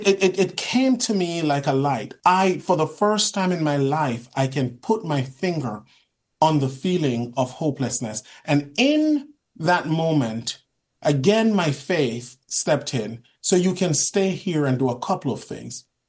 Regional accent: Jamaica

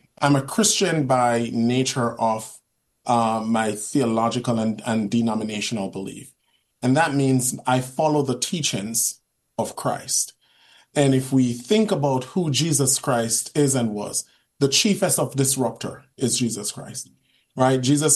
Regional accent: Jamaica

